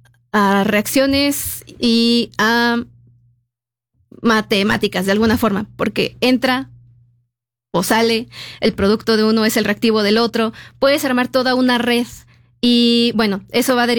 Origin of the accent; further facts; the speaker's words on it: León, Guanajuato, Mexico; En León, porque yo soy de León, Guanajuato.